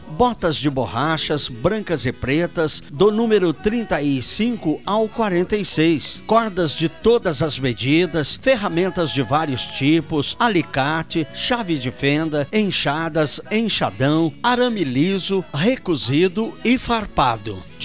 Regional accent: Brazil; somos nós brasileiros.

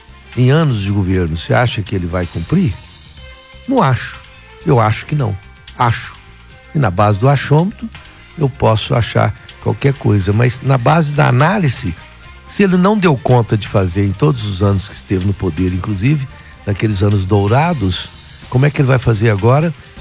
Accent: Rio Verde, Goiás, Brazil; eu sou de Rio Verde, o povo de Rio Verde não pensa certo

